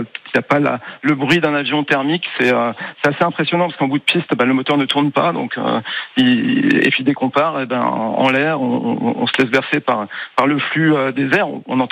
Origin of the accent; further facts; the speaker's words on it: Brittany, France; je suis de Pamar aussi.